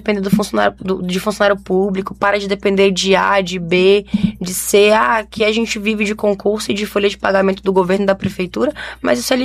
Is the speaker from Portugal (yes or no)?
no; Brazil; born or raised there; moved away as an adult; also born or lived in São Paulo